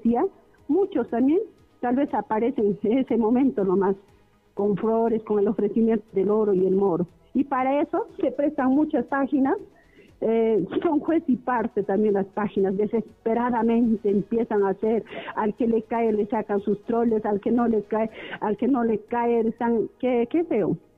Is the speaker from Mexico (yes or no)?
no; Tambobamba, Apurímac, Peru; mientras sea cotabambina, esté en Tambobamba, en mi tierra, en Cotabamba